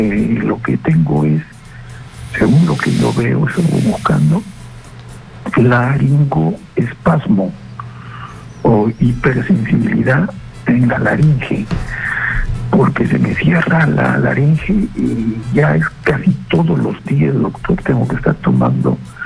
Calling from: Lima, Peru; de Miraflores.

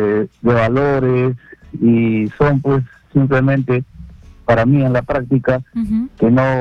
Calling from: Lima, Peru; Del RIMAC.

